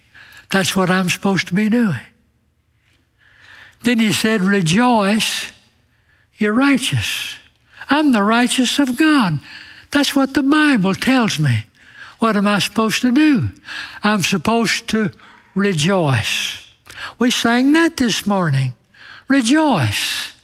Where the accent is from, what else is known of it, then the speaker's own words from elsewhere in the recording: Alabama, United States; I'm from Alabama, and that's an Alabama phrase for spill.